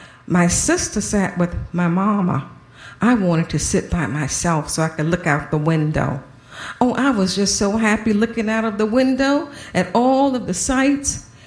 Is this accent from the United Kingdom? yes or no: no; Savannah, Georgia, United States; born or raised there